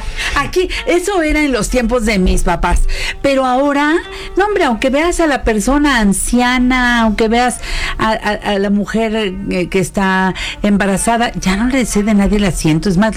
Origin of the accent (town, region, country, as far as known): Mexico